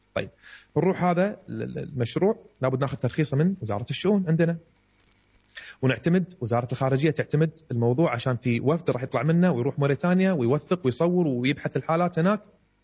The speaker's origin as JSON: {"language": "Arabic", "country": "Kuwait", "said": "عندنا بالكويت"}